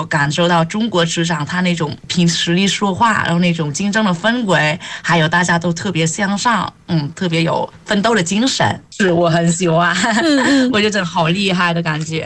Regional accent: Vietnam; Chinese is a second language; 因为在越南呢，一直以来中国电视剧在我们这边特别受欢迎的，我也就是看着中国电视剧长大的

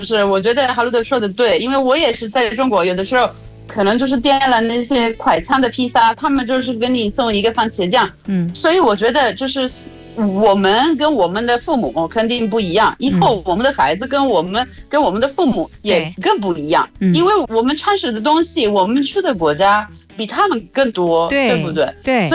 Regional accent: Italy; 来自意大利。

